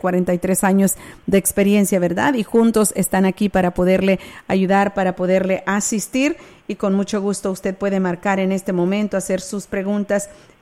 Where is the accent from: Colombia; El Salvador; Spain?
El Salvador; now in United States; Ellos son de El Salvador, o más bien somos de El Salvador. Mi hermana nunca ha venido a Estados Unidos.